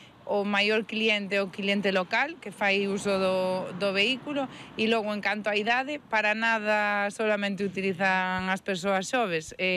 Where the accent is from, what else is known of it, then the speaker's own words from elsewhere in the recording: Ourense, Galicia, Spain; Bueno, nacemos en Ourense porque somos de Ourense